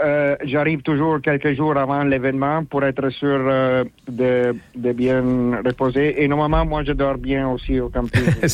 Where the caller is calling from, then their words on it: Montreal, Quebec, Canada; quand je suis à Montréal